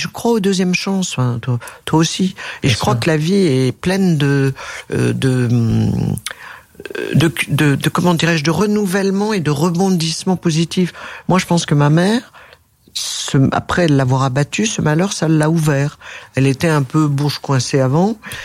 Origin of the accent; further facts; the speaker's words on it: France; born there; Je suis née en France, femme